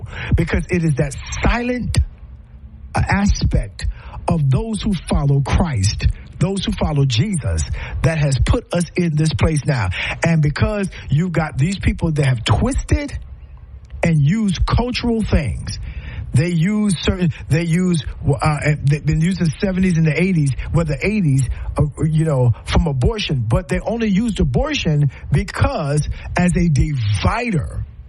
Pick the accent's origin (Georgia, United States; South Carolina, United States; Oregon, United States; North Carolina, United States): South Carolina, United States; my home state, South Carolina